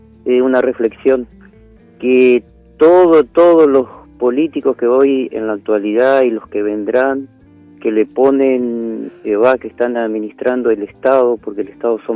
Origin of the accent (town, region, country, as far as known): Argentina